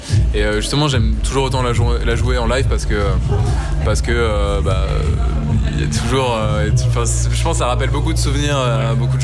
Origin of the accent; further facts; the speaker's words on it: Rouen, Normandy, France; Dans ma ville natale à Rouen.